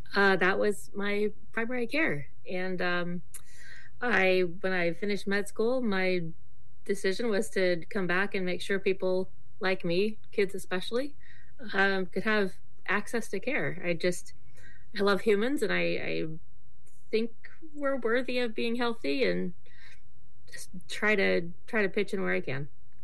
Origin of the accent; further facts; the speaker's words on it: Anchorage, Alaska, United States; I grew up in Anchorage without insurance